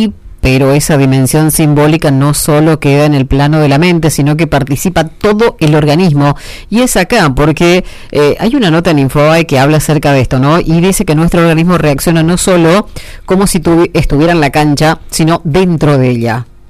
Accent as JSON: {"language": "Spanish", "country": "Argentina", "said": "pero vos sabés que el tema de ser tan pasionales como somos los argentinos, sobre todo cuando juega la selección"}